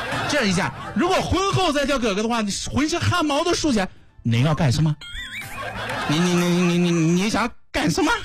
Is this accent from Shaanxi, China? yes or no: no; Xuzhou, Jiangsu, China; 作为一个什么土生土长徐州女主播，但不会说徐州话。